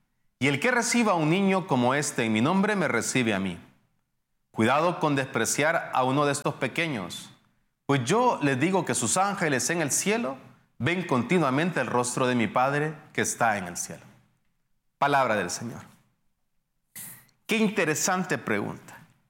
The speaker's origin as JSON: {"language": "Spanish", "town": "Tegucigalpa", "region": "Francisco Morazán", "country": "Honduras", "tie": "born or raised there", "said": "En mi país, aquí en Honduras"}